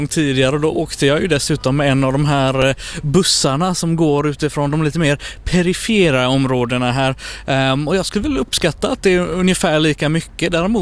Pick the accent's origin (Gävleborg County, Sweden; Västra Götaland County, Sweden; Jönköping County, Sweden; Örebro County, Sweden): Västra Götaland County, Sweden; Gothenburg; Jag är från Göteborg.